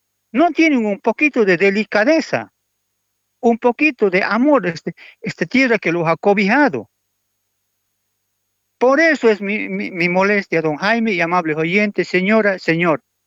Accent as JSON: {"language": "Spanish", "region": "Tarija", "country": "Bolivia", "tie": "born or raised there", "said": "Yo soy tarijeño, no defiendo un partido político, no defiendo. Yo solo defiendo, grito por mi Tarija, porque soy bien parido en esta tierra."}